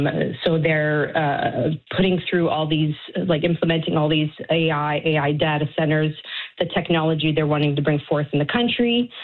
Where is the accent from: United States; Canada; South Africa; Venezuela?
Canada; So we're, you know, as a population, as a Canadian, we're just sort of, we don't know where to look and how to feel about this